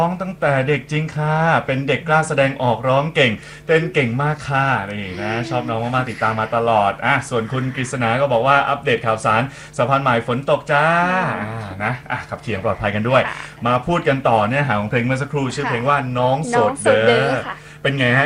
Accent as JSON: {"language": "Thai", "region": "Bangkok", "country": "Thailand", "said": "กรุงเทพพี่ก็เป็นคนกรุงเทพ"}